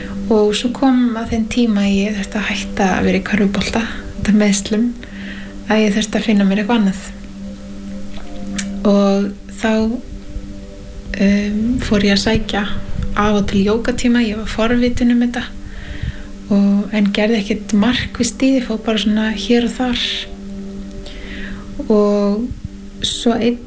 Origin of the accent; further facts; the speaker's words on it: Skagafjörður, Northwestern Region, Iceland; Og ólst upp í Skagafirði